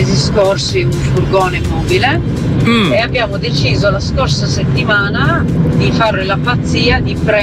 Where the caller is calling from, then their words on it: Turin, Piedmont, Italy; essendo che siamo di Torino